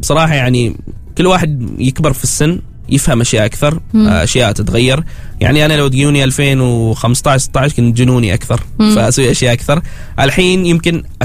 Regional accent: Oman; نحن كعمانيين ما في حد عماني راح يصوق وصور هنا، في عمانيين ما أنكر بس ما حد سوى بهذا الطريقة.

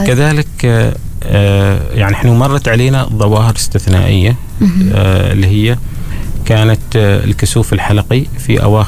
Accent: Muscat, Muscat Governorate, Oman; يعني أنا مثلا من مسقط

